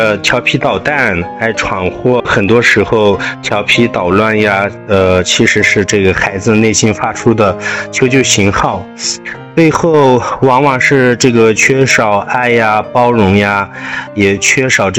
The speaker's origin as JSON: {"language": "Chinese", "country": "China", "said": "我当时作为中国人的那种自豪感真的是无以言表"}